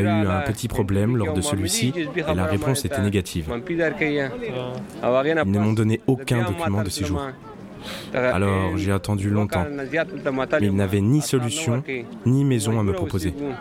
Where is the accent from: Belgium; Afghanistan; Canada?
Afghanistan; Kapisa; now in France; je suis originaire de la ville de Kapisa, en Afghanistan.